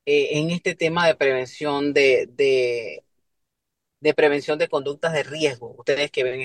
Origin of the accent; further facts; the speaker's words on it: Panama City, Panamá, Panama; yo igual soy del barrio de Concepción, Juan Díaz, un área roja.